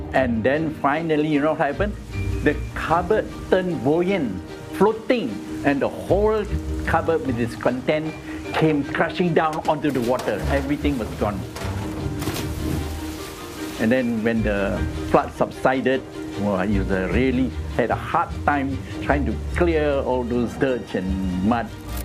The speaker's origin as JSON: {"language": "English", "town": "Bedok", "country": "Singapore", "tie": "born or raised there", "said": "I was born in 1946 in Bedok, called Tanah Merah Kecil. Tanah Merah Kecil at that time was hilly Malay kampung."}